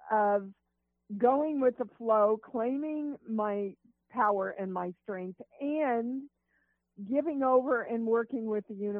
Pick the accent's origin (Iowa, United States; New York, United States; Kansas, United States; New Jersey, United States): Kansas, United States; I come from Kansas.